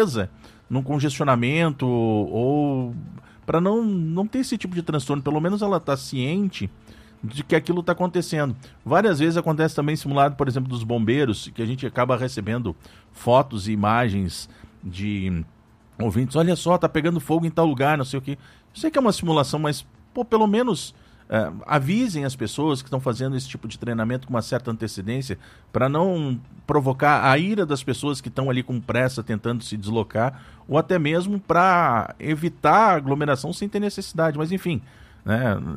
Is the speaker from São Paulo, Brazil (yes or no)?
no; Rio Grande do Sul, Brazil; now in Federal District, Brazil; lá no meu estado, lá no Rio Grande do Sul